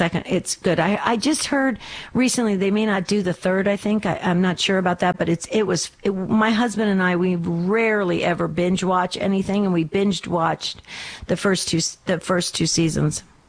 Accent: New Jersey, United States; I know I miss my New Jersey days. I grew up in northern New

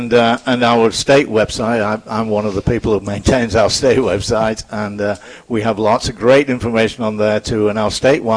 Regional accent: England, United Kingdom; also born or lived in Canada; now in Minnesota, United States; originally from England, but then lived in Canada for many years.

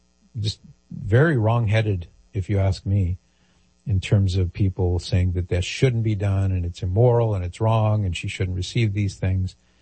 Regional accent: California, United States

